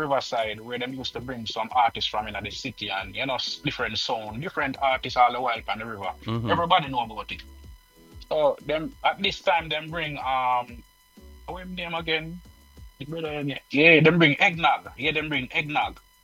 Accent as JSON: {"language": "English", "region": "Saint Thomas", "country": "Jamaica", "lives_now": "Brooklyn, United States", "said": "I'm from Jamaica, you know, I'm in Brooklyn right now, but I'm from..."}